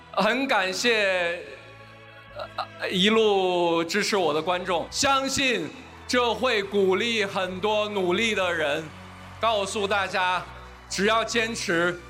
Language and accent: Chinese; Ji'an, Jilin, China; moved away as an adult; now in Beijing, China; 我来自一个很小的城市，边陲小城，吉林省吉安市。